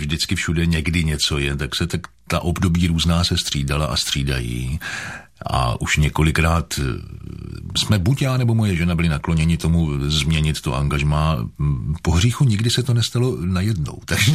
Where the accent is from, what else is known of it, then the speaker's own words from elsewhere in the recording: Brno, South Moravian Region, Czechia; jak se říká u nás v Brně